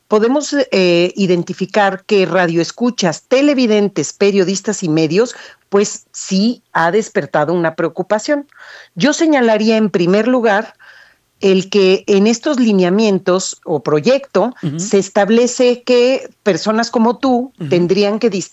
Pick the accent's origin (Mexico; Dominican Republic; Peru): Mexico; Yo como ciudadana, como mexicana